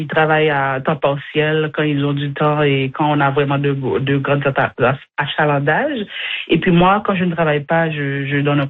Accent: Montreal, Quebec, Canada; moved away as an adult; now in Acadia, Canada; Moi personnellement, quand j'arrivais en Acadie, c'est loin de Montréal. Je viens de Montréal en plus.

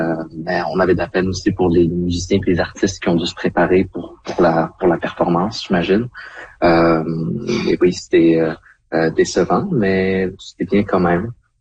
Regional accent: Canada; En tant que Canadien

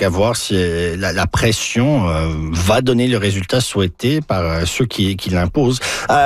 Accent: France; C'est souvent invoqué chez nous, en France également.

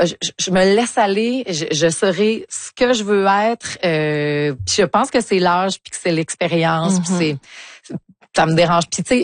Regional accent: Quebec, Canada; also born or lived in Sherbrooke / Montréal; Nous, on venait de la place. On venait de là, mais on se faisait dire que notre accent, on devait pas l'entendre.

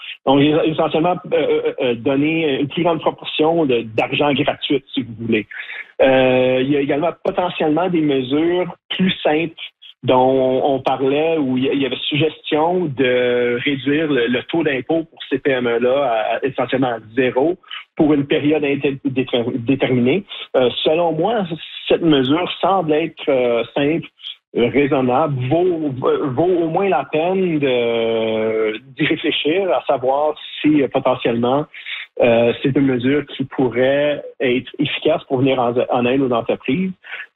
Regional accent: Sudbury, Ontario, Canada; born there; je suis né à Sudbury et ma mère est originaire de Mattawa, dans le nord de l'Ontario.

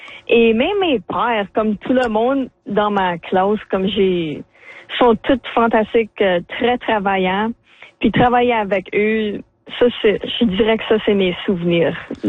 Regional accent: Sudbury, Ontario, Canada; comme je suis de Sudbury, donc toujours être avec l'aspect mignon

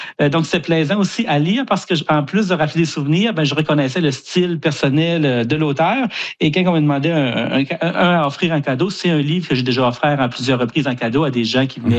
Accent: Kedgewick, New Brunswick, Canada; j'ai grandi à Kedgewick, dans le nord du Nouveau-Brunswick.

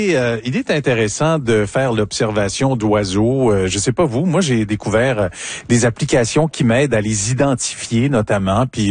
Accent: Quebec, Canada; chez nous au Bas-Saint-Laurent?

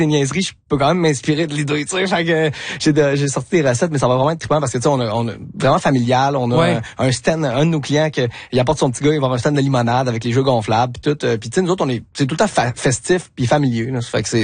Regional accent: Quebec, Canada; Puis là ben nous autres on est des gars de créativité, on est québécois, tu sais, fait qu'on aime bien être créatif

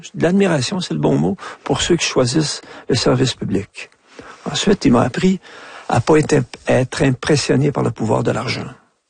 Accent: Quebec, Canada; Puis il m'a surtout appris à aimer mon pays, le Québec.

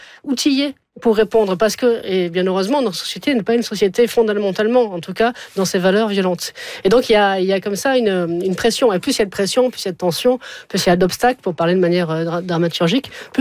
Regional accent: Montpellier, Occitanie, France; born there

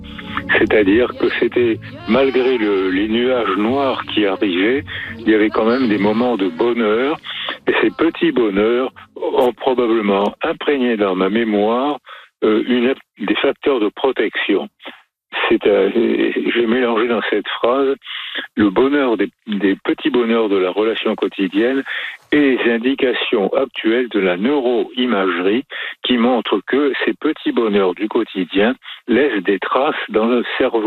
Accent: France; born there; moi je suis né en France.

